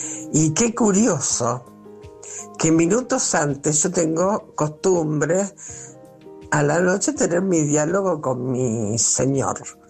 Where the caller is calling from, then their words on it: Rosario, Santa Fe, Argentina; yo acá en Rosario